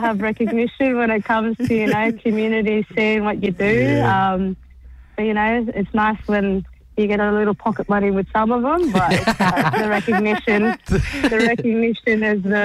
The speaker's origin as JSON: {"language": "English", "town": "Ceduna", "region": "South Australia", "country": "Australia", "tie": "born or raised there", "said": "going out in regional remote communities like my hometown, Ceduna, for Yabiru Festival"}